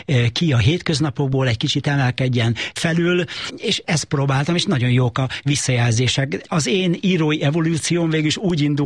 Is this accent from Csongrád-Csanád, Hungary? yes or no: yes; Szeged, Csongrád-Csanád, Hungary; Szegeden nőttem föl, és ott egy erős gimnáziumba jártam